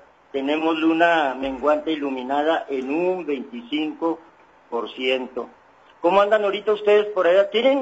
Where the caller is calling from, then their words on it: La Relumbrosa, Mexico; Le saluda cordialmente … desde La Relumbrosa.